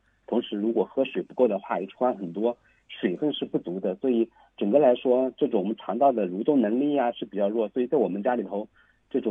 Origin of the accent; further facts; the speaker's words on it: southern China, China; 因为我是南方人，在南方又那么热嘛